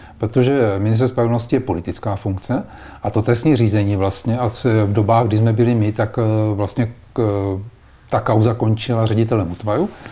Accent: Brno, South Moravian Region, Czechia; a já jsem z Brna, tak samozřejmě vím, jak se v Brně o tom mluví

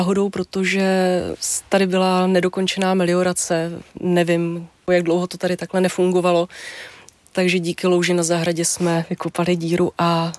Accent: Úpice, Hradec Králové Region, Czechia; ale já jsem vyrůstala na jednom kopci u Úpice, kde jsme byli 3 domy s dětma. Jinak tam vlastně nikdo nebydlel. Bydleli jsme tam uprostřed luk a lesů a bylo to skvělý.

